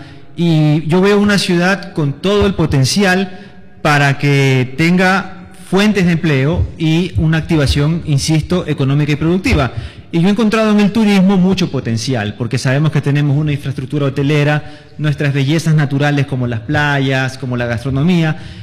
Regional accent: Manta, Manabí, Ecuador; yo soy de Manta. Manta, ¿y dónde está Manta? Yo les digo, mira, es un puerto

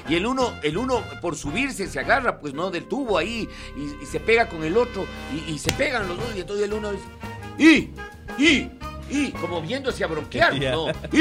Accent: Quito, Pichincha, Ecuador; los pobladores de acá de nuestra ciudad también nos quejábamos

